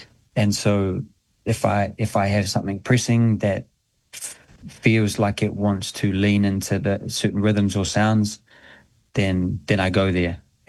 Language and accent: English; New Zealand; I always, I look back at my childhood growing up in New Zealand